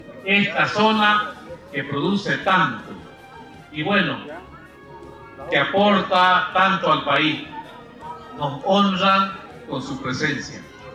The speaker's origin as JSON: {"language": "Spanish", "town": "Vallegrande", "region": "Santa Cruz", "country": "Bolivia", "said": "En nombre de mi pueblo, en nombre de Valle Grande y los valles, bienvenido a este rincón de Bolivia."}